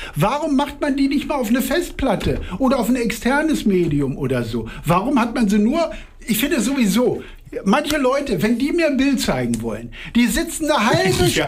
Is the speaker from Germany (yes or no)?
yes; Cologne, North Rhine-Westphalia, Germany; Ich bin Kölner. Aus bestimmten Stadtteilen.